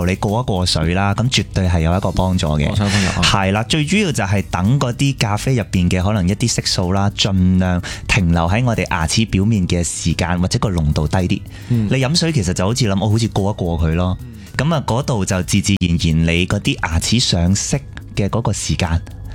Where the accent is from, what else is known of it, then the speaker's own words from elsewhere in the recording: Hong Kong; 我哋香港人